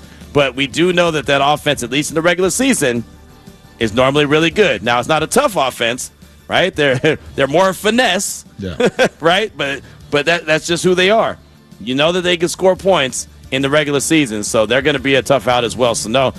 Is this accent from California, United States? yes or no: yes; California, United States; Hey, I know I'm from the Bay, but we ain't ghost riding the whip here, are we?